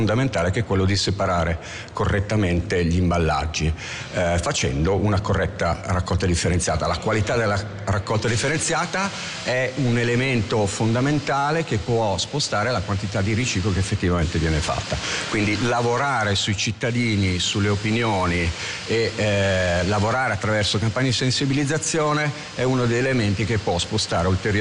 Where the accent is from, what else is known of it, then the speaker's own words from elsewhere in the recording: Milan, Lombardy, Italy; io vengo da Milano